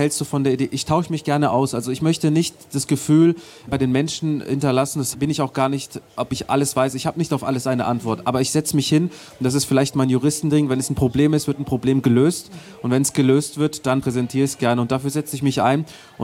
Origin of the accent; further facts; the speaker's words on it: Germany; Also meine Eltern, die sind in der Türkei geboren, waren auch als Jugendliche da. Ich bin aber in Deutschland geboren, aufgewachsen. Ich kenne kein anderes Leben, ich kenne keine andere Sozialisierung